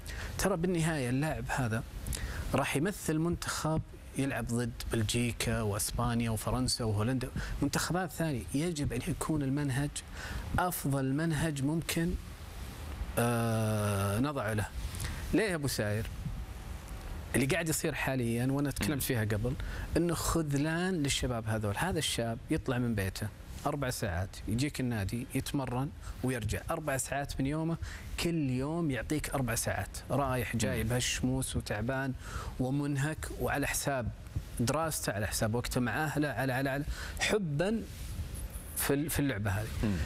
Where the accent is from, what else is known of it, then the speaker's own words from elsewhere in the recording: Saudi Arabia; عندنا في المملكة العربية السعودية